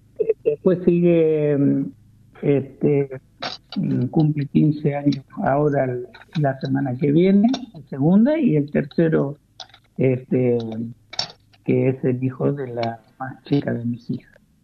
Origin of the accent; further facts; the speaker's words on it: Arias, Córdoba, Argentina; nosotros en esta zona, en mi pueblo, trajimos el sifón de plástico como novedad